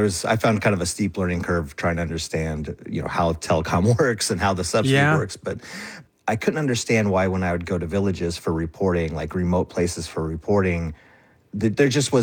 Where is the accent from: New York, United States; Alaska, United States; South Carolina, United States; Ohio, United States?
Alaska, United States; But I'm from Alaska. I grew up here